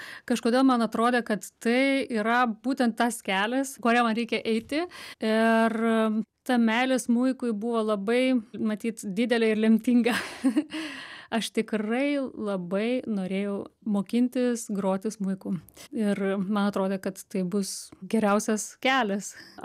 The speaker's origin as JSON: {"language": "Lithuanian", "area": "Pasvalys district", "region": "Panevėžys County", "country": "Lithuania", "tie": "born or raised there", "moved": "yes", "lives_now": "Germany", "said": "Nors aš gimiau taip pačiam Pasvalyje, tie patys pirmieji meteliai buvo miestelėje pačiame, o tada jau pavykus susigražinti mano senelių statytus namus, mes išsikrausim jau į Tetervinus."}